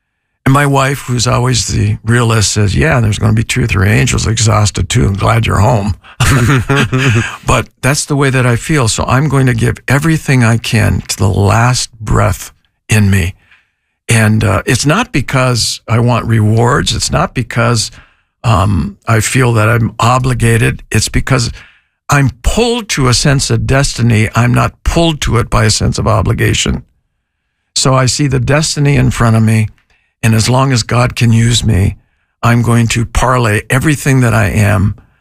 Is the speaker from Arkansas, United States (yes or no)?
no; Sault Ste. Marie, Michigan, United States; She grew up in Florida and I grew up in Sault Ste. Marie, Michigan. And we had 120 to 160 inches of snow.